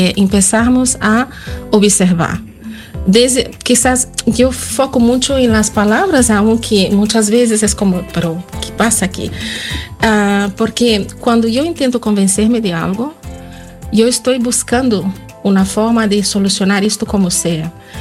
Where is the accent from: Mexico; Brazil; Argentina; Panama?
Brazil; Spanish is a second language; Yo soy de Brasil, vengo de Brasil.